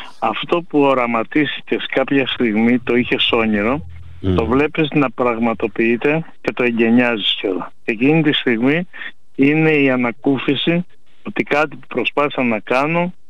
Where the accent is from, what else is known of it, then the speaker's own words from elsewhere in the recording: Finikounda, Peloponnese, Greece; στο χωριό μου στη Φοινικούντα